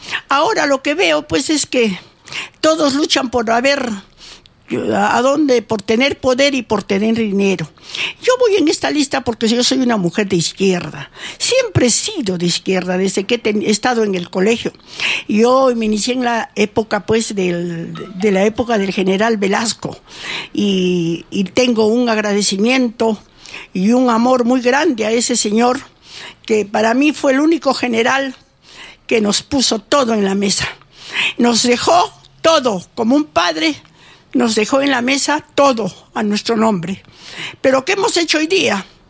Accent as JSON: {"language": "Spanish", "town": "Cayma", "region": "Arequipa", "country": "Peru", "said": "yo ya serví a mi pueblo lindo y hermoso de Caima hace más de 15 años"}